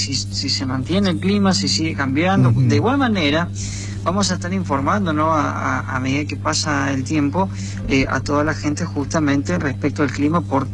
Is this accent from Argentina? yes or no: yes; Argentina